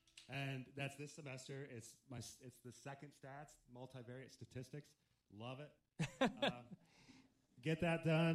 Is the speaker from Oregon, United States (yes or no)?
no; Franklin, Pennsylvania, United States; I'm from Western Pennsylvania. There are no bass players in Franklin, Pennsylvania at that time at all.